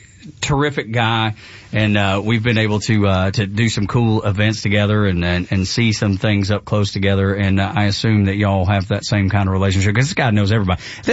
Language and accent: English; Atlanta, Georgia, United States; but raised in Cobb County. So I'm one of the very few born and raised.